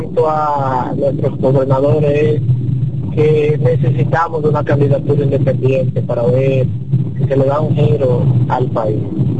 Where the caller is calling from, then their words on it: Moca, Espaillat, Dominican Republic; soy de Moca.